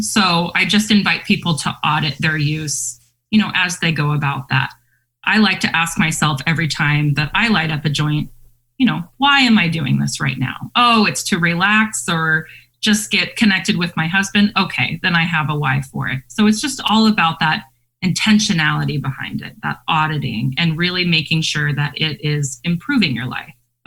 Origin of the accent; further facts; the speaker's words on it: University Place, Washington, United States; my best friend, Shannon, who I grew up with here in Tacoma area, we grew up in University Place. We went to Curtis High School